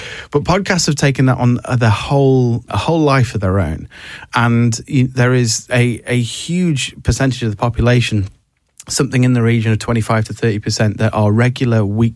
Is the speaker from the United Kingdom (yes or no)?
yes; United Kingdom; I think maybe because we're British